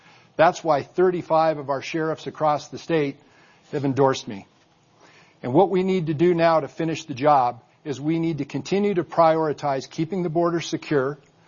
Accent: Dillon, Montana, United States; also born or lived in Victor / Helena / Miles City; Growing up in Dillon, I caught my first fish on Black-tailed Deer Creek. I learned how to ski at Maverick Mountain. When we lived in Victor, we used to ride our bikes across 93 and spend the day fishing the Bitterroot.

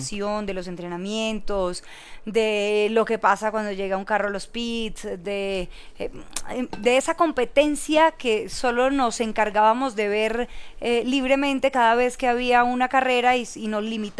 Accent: Colombia; el sentimiento como colombiana.

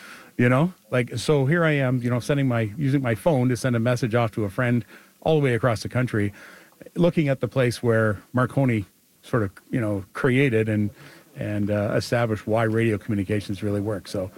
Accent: Clearview Township, Ontario, Canada; I'm from Clearview Township, Ontario, Canada.

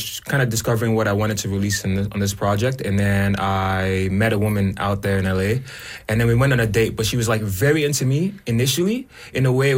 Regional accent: Nigeria; now in Canada; But I've also been in Canada for about 17 years, so I'm like hybrid in a sense.

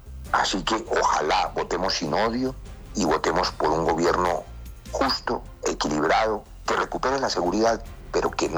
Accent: Colombia; todos somos colombianos

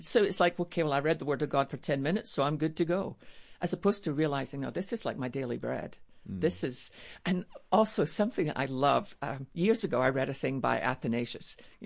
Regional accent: Scotland, United Kingdom; Because we're Scottish, we just get on with life.

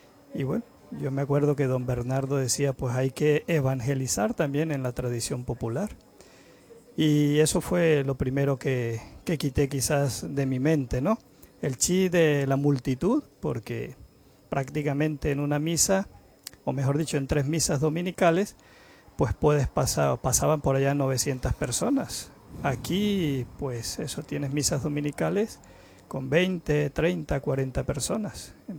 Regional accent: Venezuela; moved away; Porque uno viene de una realidad que yo llegué o salí de Venezuela en el año 2018, cuando se perseguía a todos los jóvenes

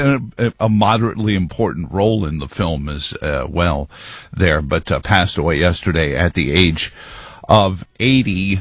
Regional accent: New York City, New York, United States; my hometown in Queens

